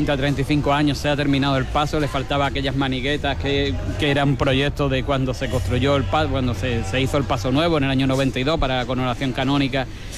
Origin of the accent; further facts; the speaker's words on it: Ayamonte, Andalusia, Spain; todos los ayamontinos, una ciudad tan cofrade como somos nosotros